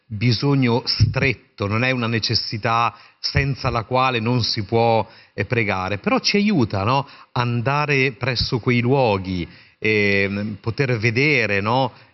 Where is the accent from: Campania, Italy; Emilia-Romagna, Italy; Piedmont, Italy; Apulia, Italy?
Emilia-Romagna, Italy; Parma; born there; Io sono nato a Parma e ad un certo punto, quando Angelo Giuseppe Roncalli non era ancora papa, è passato dalla mia città, era il 1955